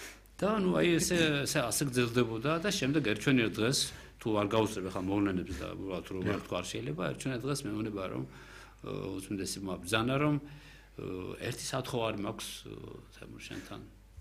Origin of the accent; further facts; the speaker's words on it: Tbilisi, Georgia; მე დავიბადე და გავიზარდე მეიდანში, მეიდნელი ვარ მე და უბრალოდ იმ ძველ თბილისში, სადაც იმ 100 მეტრის რადიუსში სადაც მე ცხოვრობდი